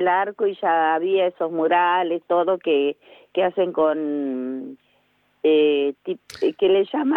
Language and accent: Spanish; Miramar, Buenos Aires Province, Argentina; No viví en Miramar, pero sí vine de chica.